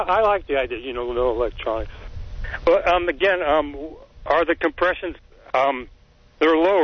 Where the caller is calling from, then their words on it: Royal Oak, United States; in Royal Oaks.